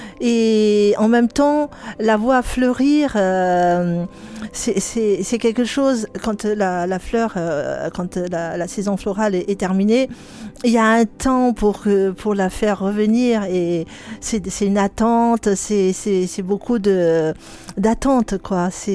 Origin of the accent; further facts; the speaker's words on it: French Polynesia; parce que chez moi, c'est vrai que je suis du Pacifique, de la Polynésie française.